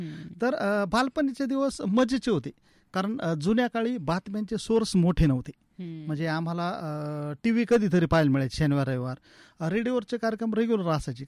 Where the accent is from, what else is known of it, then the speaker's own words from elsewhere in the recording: Ahmednagar, Maharashtra, India; तर मी आहे मूळचा सावडीचा, आणि नदीच्या वरती बोलेगावला आमची जमीन होती, त्याच्यामुळे रेडिओ नगर जशी शिना नदीच्या कडेला आहे का, तसा मी शिना नदीच्या कडेचाच आहे।